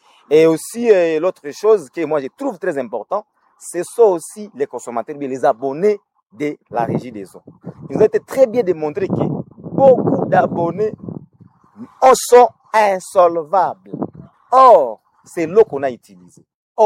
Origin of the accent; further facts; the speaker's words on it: Butembo, North Kivu, DR Congo; born there; Je suis né à Boutembo